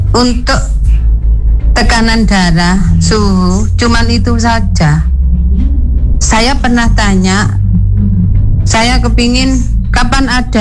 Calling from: Singosari, East Java, Indonesia; Saya sebagai warga RT 4 RW 4 Kelurahan Pagentan Kecamatan Singosari.

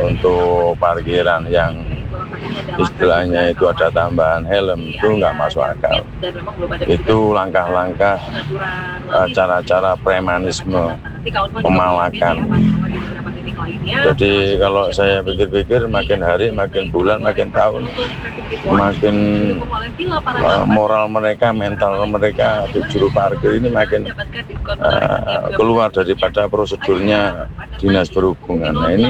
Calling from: Malang, East Java, Indonesia; Kami sebagai warga Malang, Kota Malang ya

